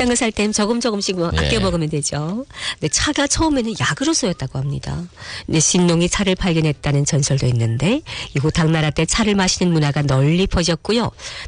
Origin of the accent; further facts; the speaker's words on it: China; 중국 사람으로서